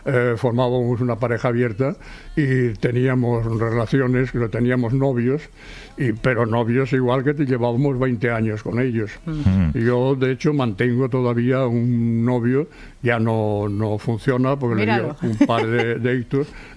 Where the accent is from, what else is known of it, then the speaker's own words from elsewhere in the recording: Seville, Andalusia, Spain; now in Barcelona, Spain; cuando vinimos de Sevilla.